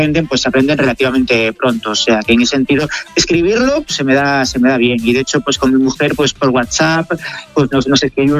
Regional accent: Galicia, Spain; No, yo soy gallego, pero trabajaba en Granada.

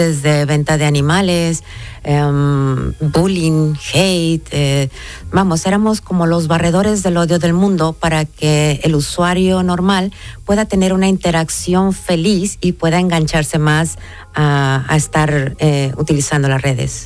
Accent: Mexico

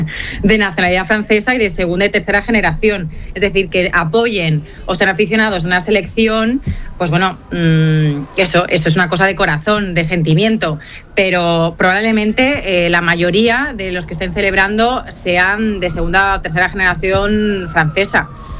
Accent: Seville, Andalusia, Spain; born there; Mi madre es española y mi padre es marroquí. Y yo me defino como hispana-marroquí. Y yo nací en Sevilla, aquí en España.

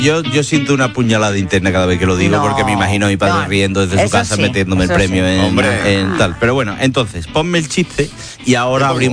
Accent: Seville, Andalusia, Spain; Sabéis que, evidentemente, soy de Sevilla.

